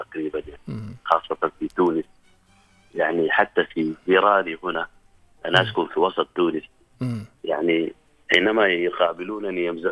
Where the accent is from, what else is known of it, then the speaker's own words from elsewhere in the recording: Sudan; نحن يحد السودان 8 دول.